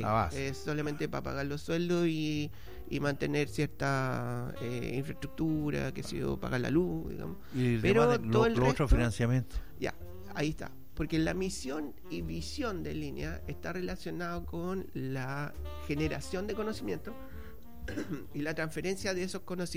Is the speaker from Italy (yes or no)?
no; Chile; moved away as an adult; also born or lived in Washington, United States